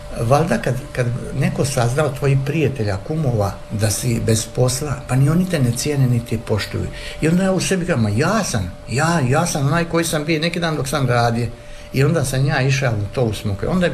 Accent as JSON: {"language": "Croatian", "region": "Dalmatia", "country": "Croatia", "said": "ja iz Dalmacije"}